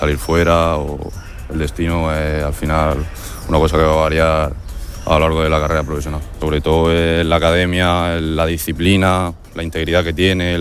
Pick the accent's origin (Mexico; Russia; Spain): Spain; Cabezo de Torres, Region of Murcia; Yo vengo del Cabezo de Torres, vengo de un pueblo, al final la Guardia Civil yo siempre la he tenido presente.